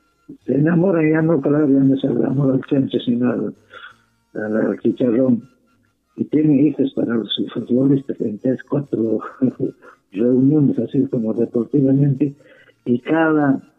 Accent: Peru; first language Quechua; Spanish is a second language

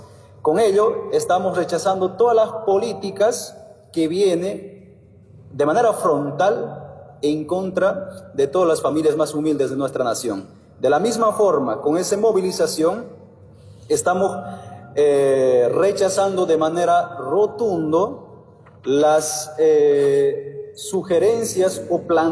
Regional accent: Bolivia; nosotros como bolivianos y bolivianas

